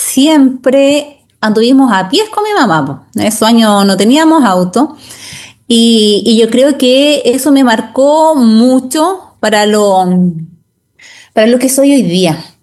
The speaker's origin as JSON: {"language": "Spanish", "town": "Valdivia", "region": "Los Ríos", "country": "Chile", "tie": "born or raised there", "said": "yo nací y criada en Valdivia. Hace 14 años me fui a vivir a la costa de Valdivia, sector de Niebla. Así es que ahí estamos ya mi familia."}